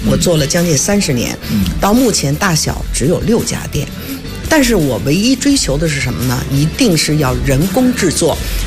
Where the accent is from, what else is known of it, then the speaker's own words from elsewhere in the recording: Beijing, China; 作为一个北京人